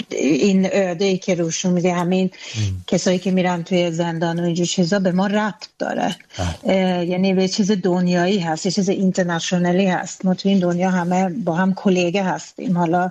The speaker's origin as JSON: {"language": "Persian", "country": "Iran", "lives_now": "Sweden", "said": "هم برای خودم چون ایرانی هستم"}